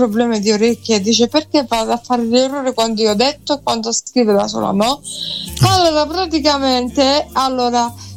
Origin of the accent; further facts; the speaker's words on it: San Marco in Lamis, Apulia, Italy; born there; sono italiana e sono nata a San Marco Lamis, sono praticamente di Foggia.